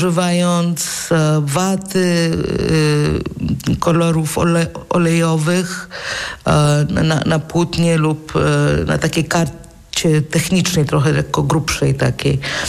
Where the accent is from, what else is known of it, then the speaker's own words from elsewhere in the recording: Warsaw, Masovian Voivodeship, Poland; born there; Ja się urodziłam w Warszawie w 1966 roku, w zimie.